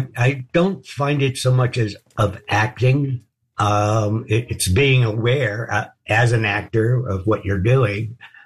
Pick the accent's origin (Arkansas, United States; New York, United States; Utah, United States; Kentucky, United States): New York, United States; Growing up in New York, I grew up in New York.